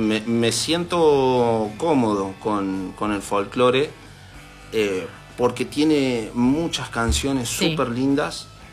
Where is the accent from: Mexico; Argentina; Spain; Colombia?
Argentina; Córdoba; now in Santa Rosa, Argentina; Yo vine de Córdoba sabiendo tocar en la guitarra una sola canción de folclore que es